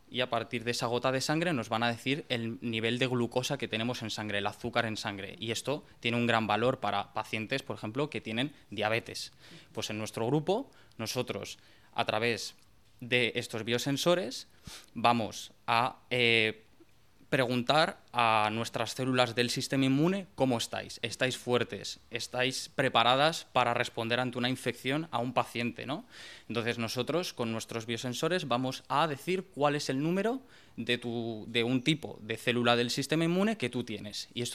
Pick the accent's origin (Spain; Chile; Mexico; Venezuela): Spain; Madrid, Community of Madrid; Pues mira, yo hice biología en Madrid, soy madrileño, estudié en la Universidad de Alcalá